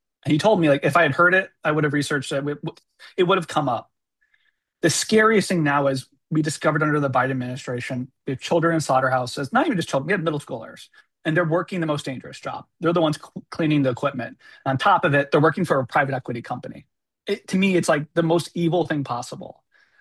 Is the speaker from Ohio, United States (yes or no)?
no; Iowa, United States; born there; And I saw in my hometown was a middle, you know what I mean, blue collar, white collar.